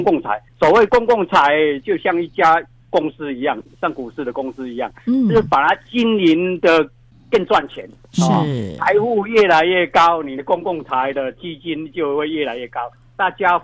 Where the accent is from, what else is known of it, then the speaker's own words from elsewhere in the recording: Taiwan; 但是我们台湾人就把它当成无主的啊，